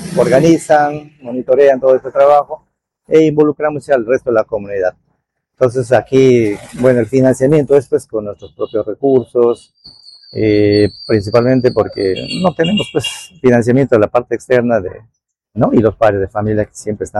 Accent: Peru; sentirnos orgullosos de que somos peruanos.

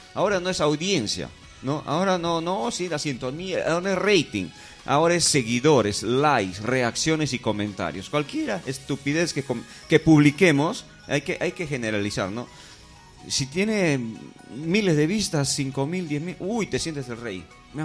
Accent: Pólvora, San Martín, Peru; also born or lived in Tocache; donde yo voto en Pólvora, soy de Pólvora y de Tocache

